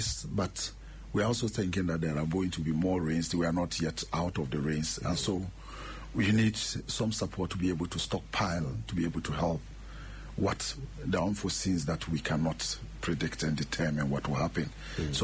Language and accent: English; Ghana; That doesn't make you a Ghanaian. As a Ghanaian, when your colleague, especially when the dead body, we respect the dead so much.